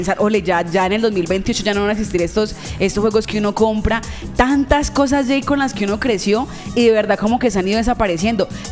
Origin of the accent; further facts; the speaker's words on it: Colombia; nos caracterizan como colombianos